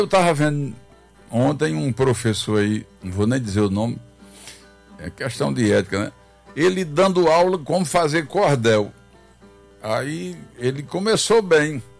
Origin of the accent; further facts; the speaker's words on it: Coremas, Paraíba, Brazil; Sou paraibano, filho de Coremas.